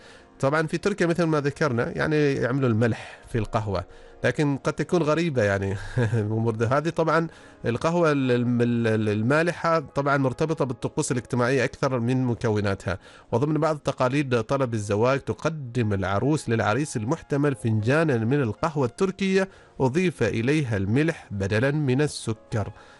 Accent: Oman; عندنا في عمان والخليج

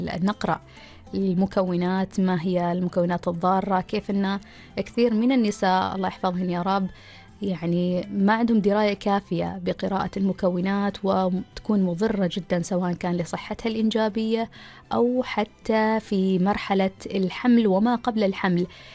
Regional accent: Oman; في أشخاص أيضا عندنا في عمان ما شاء الله يتكلموا مثلا اللغة الهندية أو الملبارية وكذلك، لأن عندنا نسبة أيضا من الوافدين العاملين هنا في سلطنة عمان.

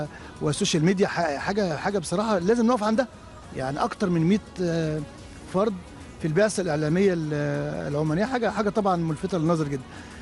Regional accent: Egypt; now in Saudi Arabia; أنا مصري طبعا

